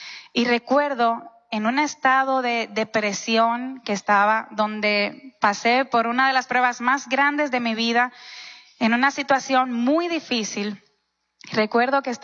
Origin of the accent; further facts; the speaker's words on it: Madrid, Community of Madrid, Spain; Yo me crié en España, en Madrid. Allí se encuentra casi toda la familia de parte de mi mamá.